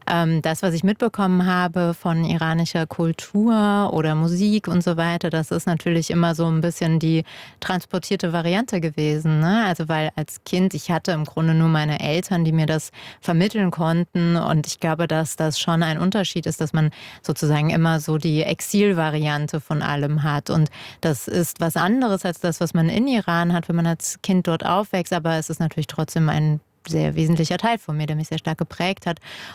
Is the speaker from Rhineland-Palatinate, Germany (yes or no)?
yes; Hermeskeil, Rhineland-Palatinate, Germany; born there; Und das war für mich einfach ein absoluter Gamechanger, was so meinen Blick auf meinen Geburtsort Hermeskeil angeht, weil ich bis dahin nichts über die jüdische Gemeinde wusste.